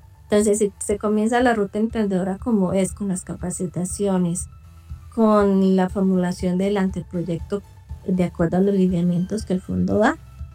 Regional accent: Cúcuta, Norte de Santander, Colombia; Yo estudié en la Universidad Francisco de Paula Santander en Cúcuta, soy cucuteña.

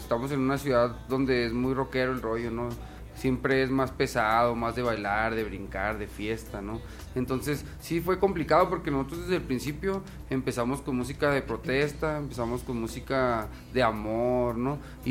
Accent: northern Mexico, Mexico; nosotros estamos en lo mero, mero arriba así de México

